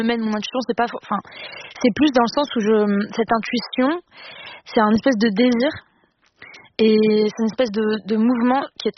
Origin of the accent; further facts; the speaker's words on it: Morocco; Mais c'était un territoire, disons, peut-être plus neutre en tant que Marocaine. On n'avait pas l'impression qu'on m'expliquait déjà ma culture.